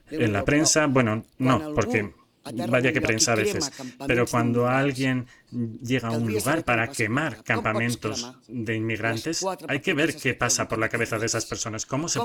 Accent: Catalonia, Spain; En mi país nos están dejando menores en la Plaza de Cataluña.

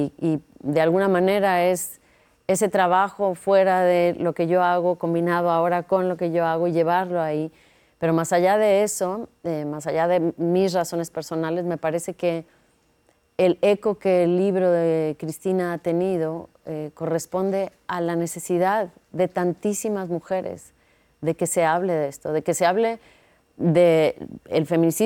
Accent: Mexico; siendo mexicana

